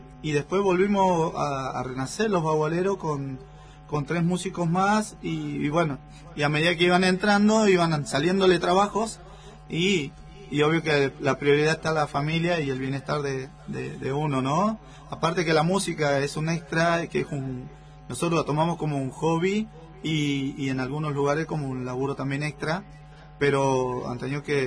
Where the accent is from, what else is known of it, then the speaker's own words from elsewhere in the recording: San Miguel de Tucumán, Tucumán, Argentina; now in San Rafael, Argentina; Mira, nosotros, yo soy San Miguel de Tucumán, nacido allá, criado allá.